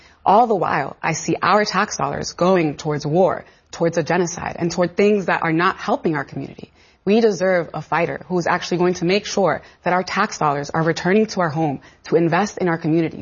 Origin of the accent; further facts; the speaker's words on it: New York City, New York, United States; I am the daughter of Dominican immigrants. I am a New Yorker.